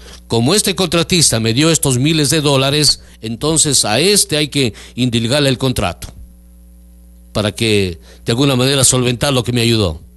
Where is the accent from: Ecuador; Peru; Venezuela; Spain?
Ecuador; le dijimos que somos ecuatorianos y que acá decimos cola.